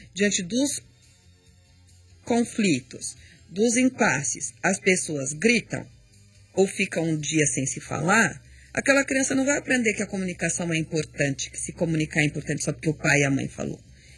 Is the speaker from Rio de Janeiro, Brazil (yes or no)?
no; Paraná, Brazil; now in Espírito Santo, Brazil; Eu sou paranaense, para quem não sabe. Eu estou aqui no Espírito Santo. Agora sou mais capixaba que os próprios capixabas, mas eu também sou sulista.